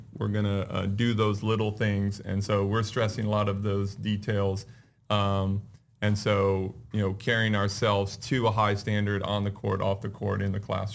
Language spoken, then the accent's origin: English; California, United States; born or raised there